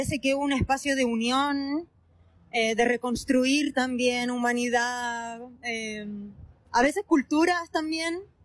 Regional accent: Chile; moved away as an adult; now in Australia; me recuerda también un poco a las canchas como del barrio en Chile. El hecho de jugar con mis primos, el hecho de jugar con mis amistades, con gente del barrio, que bueno, venimos como de Sudamérica

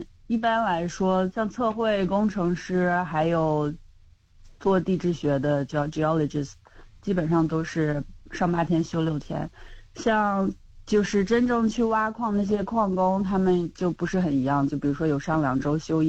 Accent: Shanxi, China; moved away as an adult; now in Kalgoorlie, Australia; 别人都会问我说你哪里的，我说山西人的

